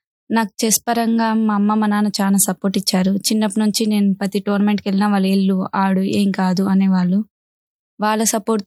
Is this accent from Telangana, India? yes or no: no; Nagarajupalli, Andhra Pradesh, India; Sir, మా ఊరు ఒక చిన్న పల్లెటూరు, నాగరాజుపల్లి అని, అది కడప జిల్లాలో ఉంటుంది.